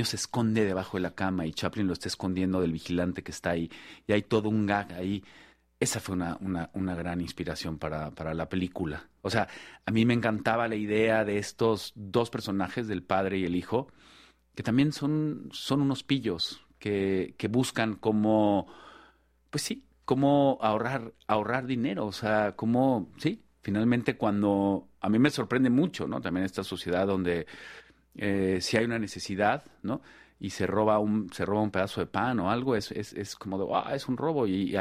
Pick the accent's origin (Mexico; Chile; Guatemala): Mexico; Yo realmente crecí viendo telenovelas en México y después tuve esta atracción por el cine